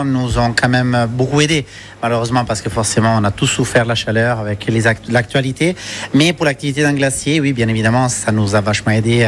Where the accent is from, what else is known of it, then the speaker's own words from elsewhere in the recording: Italy; accent: Italian; French is a second language; moved away as an adult; now in La Ciotat, France; c'est un accent italien en effet. Moi je suis italien de naissance, j'ai grandi en Italie, j'ai jusqu'à mes 21 ans dans mon pays natal et depuis 2007 vraiment de manière stable à la Ciotat. Donc oui, je suis quand même un vrai ciotadin d'adoption.